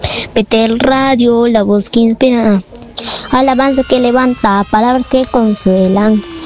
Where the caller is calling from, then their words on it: Chalaco, Piura, Peru; vivo en el caserío Huacharí, distrito Chalaco, provincia de Barropón, departamento de Piura. Vivo en el caserío Huacharí, distrito de Chalaco, provincia de Barropón, departamento de Piura.